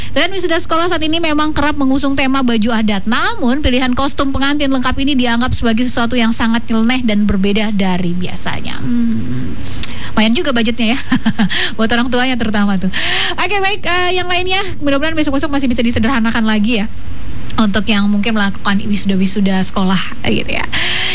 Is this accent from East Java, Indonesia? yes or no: no; North Sumatra, Indonesia; Maksudnya aslinya Sumatera Utara. Tapi muka saya gak mewakili katanya ya.